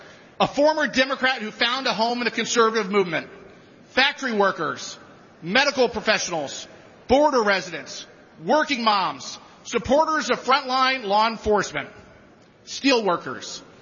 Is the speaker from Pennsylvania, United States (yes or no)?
no; Florida, United States; I want to give a big shout out to my home state of Florida. Let's hear it for Florida.